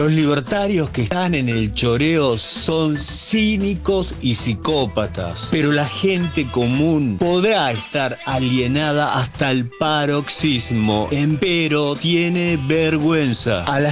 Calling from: Berisso, Buenos Aires Province, Argentina; de Berisso.

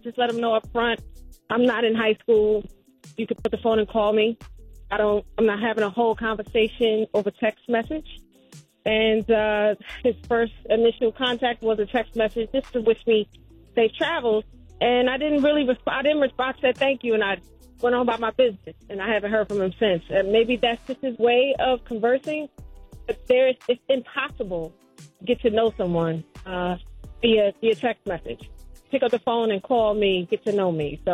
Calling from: Hapeville, Georgia, United States; I'm calling from Hapeville.

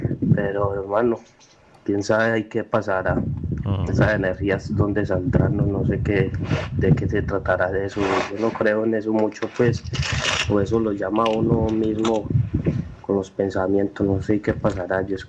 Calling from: Russia; reportando sintonía desde aquí de Rusia.

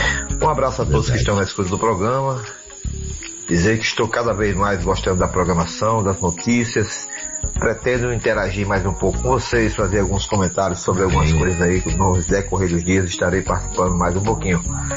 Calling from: Mossoró, Rio Grande do Norte, Brazil; que estou falando aqui de Mossoró.

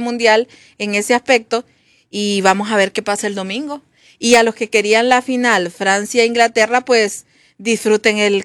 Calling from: Honduras; yo soy hondureña.

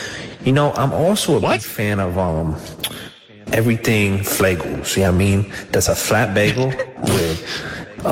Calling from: Chincoteague, Virginia, United States; We're calling here from Chicotee, Virginia. You know, we're here in the Delmarva Peninsula

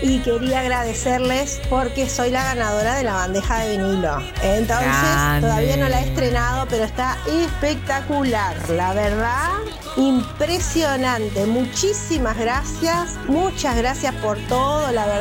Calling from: Montevideo, Uruguay; de Malvin Alto.

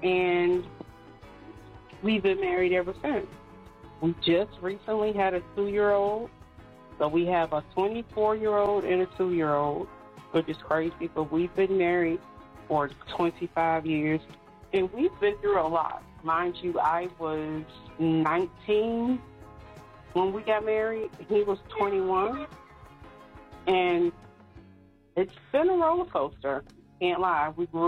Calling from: Petersburg, Virginia, United States; I'm calling from the Dinwiddie, Petersburg area.

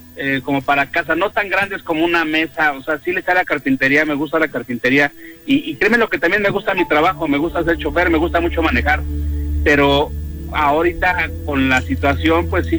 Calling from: Nezahualcóyotl, State of Mexico, Mexico; De Ciudad Neza, FM.

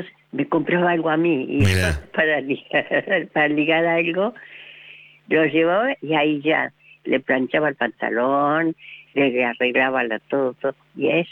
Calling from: San Martín, Argentina; De San Martín

